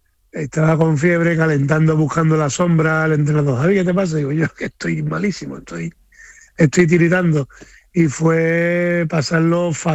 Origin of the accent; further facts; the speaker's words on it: Seville, Andalusia, Spain; soy muy sevillano y me gustan las cositas ricas de la tierra.